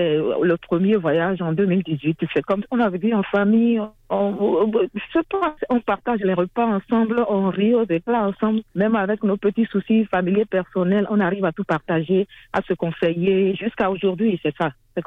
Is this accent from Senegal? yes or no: no; Benin; Vu qu'en Afrique, la Covid n'a pas vraiment sévi chez nous au Bénin